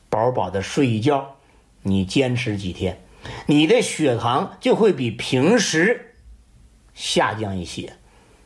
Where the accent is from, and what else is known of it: China